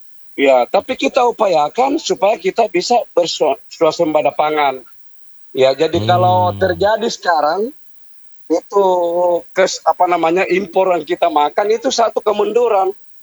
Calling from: Gowa, South Sulawesi, Indonesia; saya ini sebagai orang Makassar, orang Goa

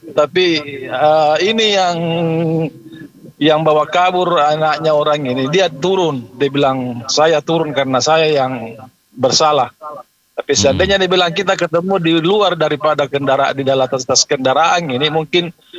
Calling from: Makassar, South Sulawesi, Indonesia; kita di Makassar

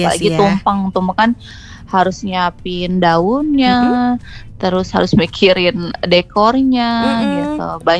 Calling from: Baleendah, West Java, Indonesia; Aku dari Bale Endah.

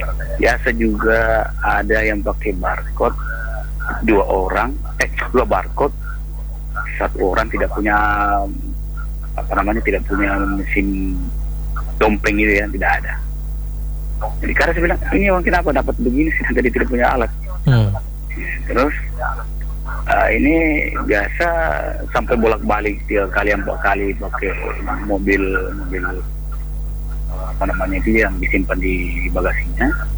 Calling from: Pinrang, South Sulawesi, Indonesia; Ya, masih di Pengaporan Lembang Pindrang.

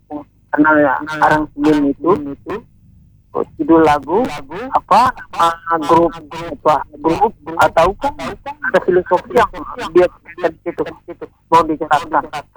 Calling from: Maluku, Indonesia

